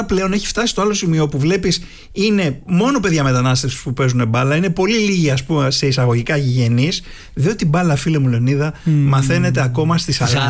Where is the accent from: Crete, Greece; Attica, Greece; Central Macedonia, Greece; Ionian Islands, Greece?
Attica, Greece; Athens; εμείς που μεγαλώσαμε στα Παστίσια.